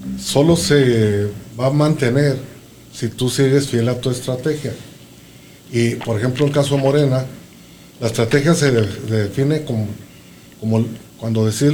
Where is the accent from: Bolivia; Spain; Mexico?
Mexico; Ciudad Juárez, Chihuahua; Dijo, ¿de qué parte? De Juárez, Chihuahua.